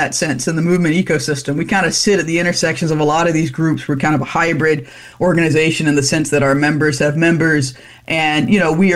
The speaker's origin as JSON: {"language": "English", "region": "the South", "country": "United States", "said": "as a Southerner"}